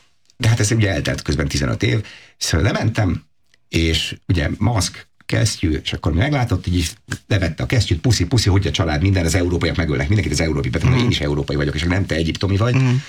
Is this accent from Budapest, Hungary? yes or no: no; Sopron, Győr-Moson-Sopron, Hungary; én egy magyar paraszti családból származom, Sopronban nőttem fel